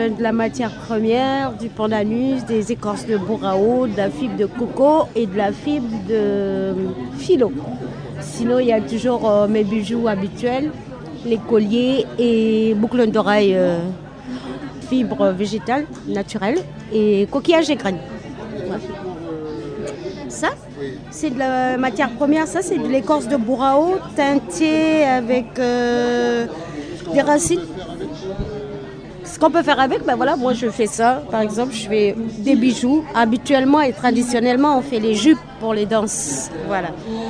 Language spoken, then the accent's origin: French; North Province, New Caledonia; now in Nouméa, New Caledonia; Je suis originaire de la province Nord, mais je vis sur Nouméa plutôt.